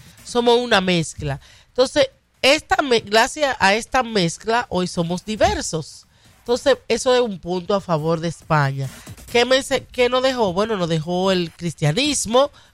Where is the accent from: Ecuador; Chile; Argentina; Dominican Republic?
Dominican Republic; now in United States; vengo de la República Dominicana, de Quisqueya